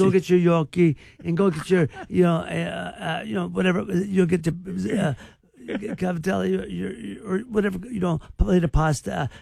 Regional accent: Youngstown, Ohio, United States; I love my hometown.

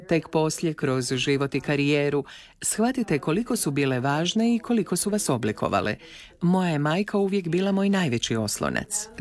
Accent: Canada; Ja sam odrasla u Kanadi, ali odgojili su me hrvatski roditelji.

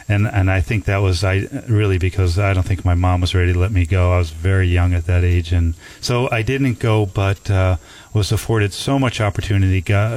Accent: New York, United States; also born or lived in Queens; I was born in Queens, New York, Jackson Heights, as on my birth certificate, but my parents moved to the South Shore of Long Island when I was an infant.

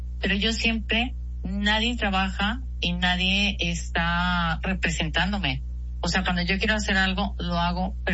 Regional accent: Mexico; como somos de México

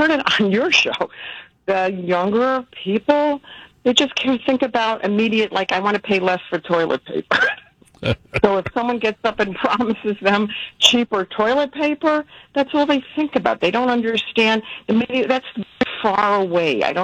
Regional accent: New York, United States; moved away as an adult; also born or lived in Chicago, Illinois, United States; now in Israel; I was born and raised in New York, in case you can't tell by the accent, but I lived for over 50 years in the Midwest in Chicago.

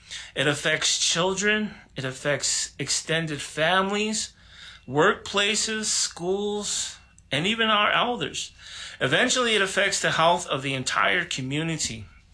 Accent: New Mexico, United States; now in Zuni, United States; As you can tell, I'm not originally from Zuni. I'm from the Navajo Nation, just over there, over the hill from Vandewagon, New Mexico.

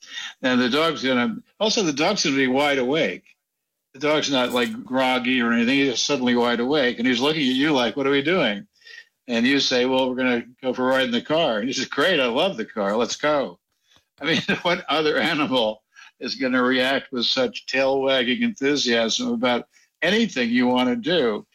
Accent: Jackson Heights, New York, United States; also born or lived in Westchester; We grew up in Jackson Heights, New York and in an apartment, so we didn't have a dog.

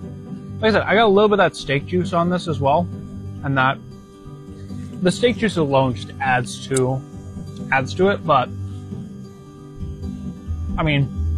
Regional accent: United States; I grew up in the Rotse area.

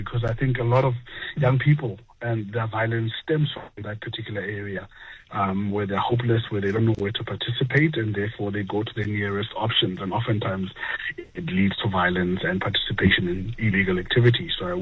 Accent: North West, South Africa; my township that I grew up in the Northwest

